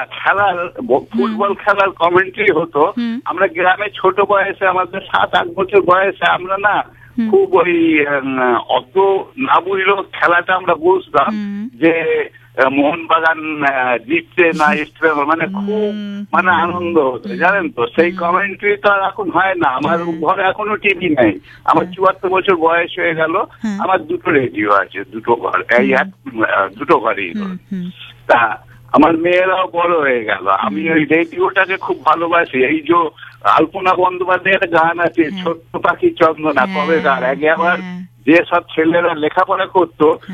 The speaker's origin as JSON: {"language": "Bangla", "town": "Sribati", "region": "West Bengal", "country": "India", "tie": "born or raised there", "lives_now": "Kolkata, India", "said": "এই পূর্ব বর্ধমান জেলা কাটোয়া থানার শ্রীবাটি গ্রামে আমার বাড়ি। আমি ছোট থেকেই ওখানে বড় হয়েছি, মাটির ঘর, মাটির হাড়ি, মাটির সবকিছু, আর ঘরে ভাজা মুড়ি।"}